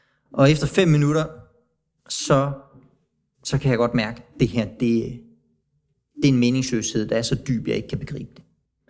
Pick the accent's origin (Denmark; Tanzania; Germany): Tanzania; Fordi jeg er vokset op i Tanzania.